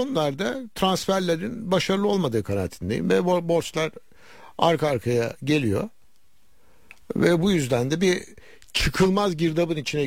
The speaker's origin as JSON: {"language": "Turkish", "region": "Ankara", "country": "Turkey", "said": "Çünkü ben de Ankaralıyım."}